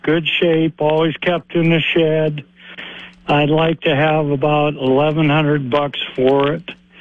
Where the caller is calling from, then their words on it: Wakefield, Nebraska, United States; from Wakefield